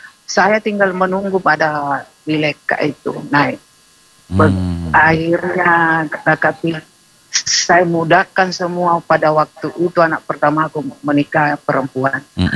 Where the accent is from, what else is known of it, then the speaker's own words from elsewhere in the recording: South Sulawesi, Indonesia; kita orang Bugis Makassar ya.